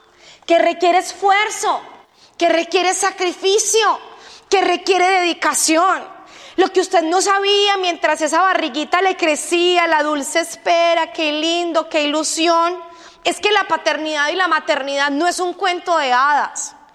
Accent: Colombia; moved away

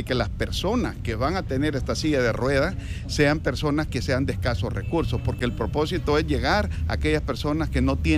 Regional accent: El Salvador; Nosotros somos los Rotarios de San Salvador Noroeste

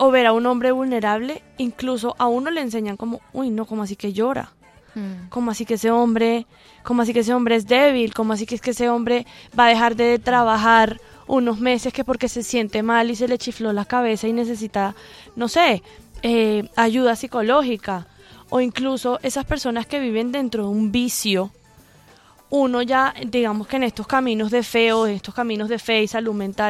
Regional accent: Caribbean coast, Colombia; yo soy costeña

